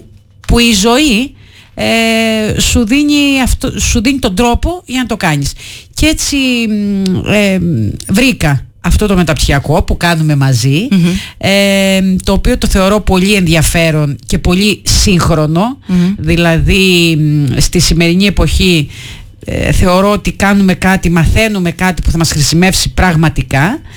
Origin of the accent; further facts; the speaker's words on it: Crete, Greece; Είμαι Κρητικιά, είμαι από νησί, δεν θα μπορούσα να ζήσω ποτέ κάπου που δεν έχει θάλασσα